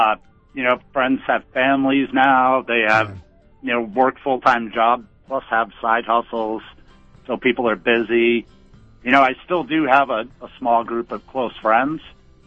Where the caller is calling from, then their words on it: Tucson, Arizona, United States; I'm calling from Tucson.